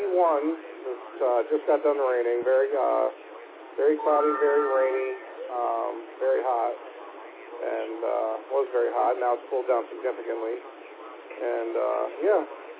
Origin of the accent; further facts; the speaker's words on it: Grafton, New York, United States; moved away as an adult; now in Lake Worth, United States; Very quiet little town called Grafton. And anyway, I grew up there in the mountains, and it was very quiet, very nice little place. And I moved down here when I got divorced 12 years ago